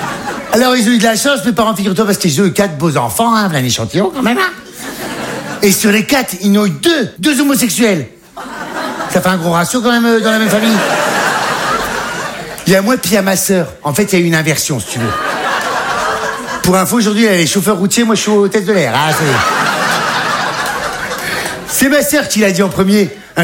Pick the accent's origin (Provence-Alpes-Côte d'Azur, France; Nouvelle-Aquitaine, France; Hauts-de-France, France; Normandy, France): Hauts-de-France, France; là d'où je viens, c'est bien. Parce que moi, j'ai un petit village du nord, là-haut, tu sais, à la frontière belge.